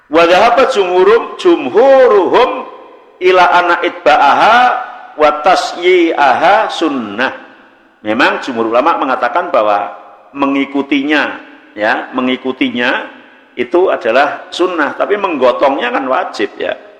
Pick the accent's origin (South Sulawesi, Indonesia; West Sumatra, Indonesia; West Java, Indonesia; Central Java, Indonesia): Central Java, Indonesia; Semarang; kok kayak enggak seperti di kampungku ya. Kalau di Semarang